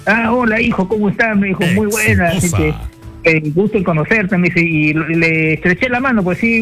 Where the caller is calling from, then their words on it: Lima, Peru; de acá del distrito de San Juan de Miraflores